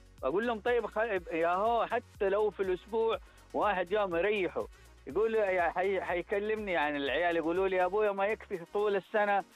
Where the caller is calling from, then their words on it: Jeddah, Makkah Province, Saudi Arabia; رجعنا من الرياض على هنا على جدة.